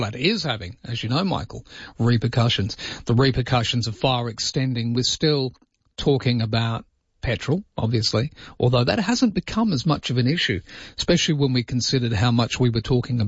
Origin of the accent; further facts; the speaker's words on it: Inglewood, Western Australia, Australia; I went to this house that I grew up in Inglewood in 9th Avenue, top of the hill